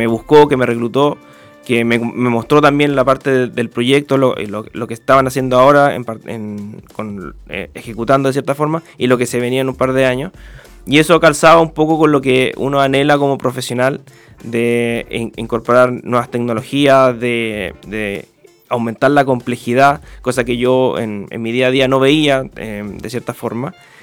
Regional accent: Viña del Mar, Valparaíso, Chile; moved away as an adult; now in Puerto Montt, Chile; yo no soy oriundo acá de Puerto Montt, yo vengo de la quinta región, específicamente de Viña del Mar. Llevo ya 3 años y medio acá viviendo en Puerto Montt

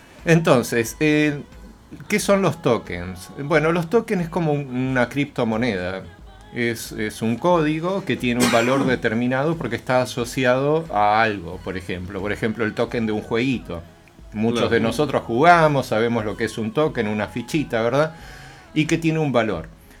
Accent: Argentina; now in Osorno, Chile; Y actualmente me encuentro acá en Chile, yo soy chileno y argentino, mi madre era chilena, falleció hace poquito.

